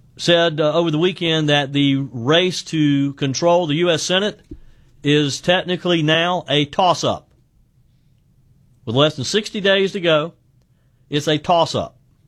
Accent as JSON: {"language": "English", "region": "South Carolina", "country": "United States", "tie": "born or raised there", "said": "You know, there was some criticism in my home state of South Carolina"}